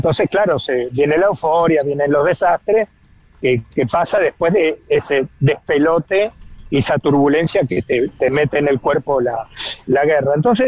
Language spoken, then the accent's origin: Spanish; Argentina